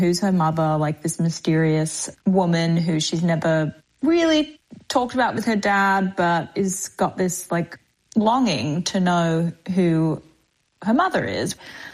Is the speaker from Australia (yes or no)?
yes; Australia; accent: Australian